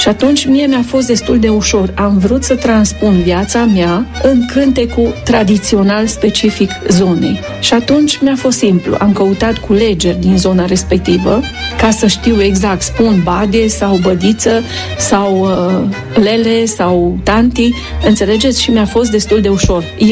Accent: Turda, Cluj County, Romania; să știe toată lumea că eu vin de la Turda.

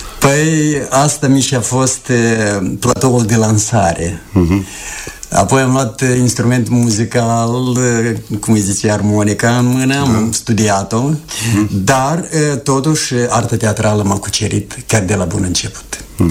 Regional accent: Egoreni, Soroca District, Moldova; în satul meu natal, Egoreni, m-am născut în 1937, județul Soroca, bineînțeles, pe vremuri, și absolvind școala medie din Soroca

